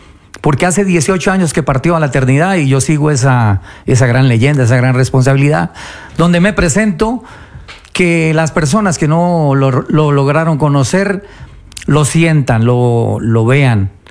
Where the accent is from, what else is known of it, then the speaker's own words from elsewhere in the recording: Bucaramanga, Santander, Colombia; now in Ecuador; Vengo directamente desde Colombia, Bucaramanga, Santander, la que llaman la capital turística.